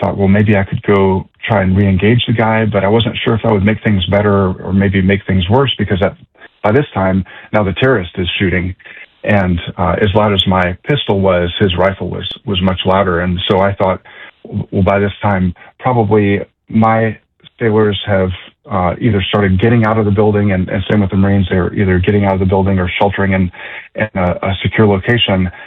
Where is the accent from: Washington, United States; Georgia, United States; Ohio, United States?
Georgia, United States; Atlanta; I grew up in Atlanta, and I was very thankful to be close to where I grew up and spend some time with my extended family.